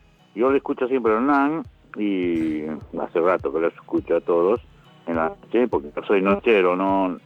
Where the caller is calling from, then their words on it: Longchamps, Buenos Aires Province, Argentina; de Longchamps.